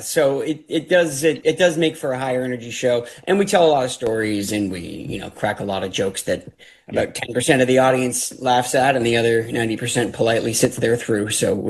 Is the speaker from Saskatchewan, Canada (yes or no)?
no; Ontario, Canada; moved away as an adult; now in Pennsylvania, United States; I'm originally from Canada, from outside of Toronto. And when I moved, or when I first came down to Pennsylvania